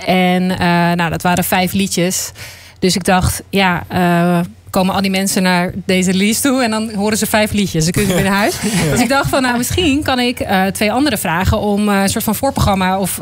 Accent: Zeewolde, Flevoland, Netherlands; Ik ben opgegroeid in Zeewolde, ja. Dus ja. Ik voel me helemaal thuis hier.

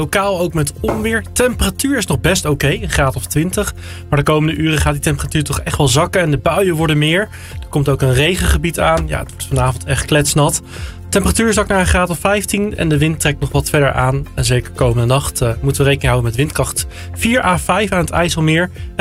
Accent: Zwolle, Overijssel, Netherlands; Ik kom uit Zwolle

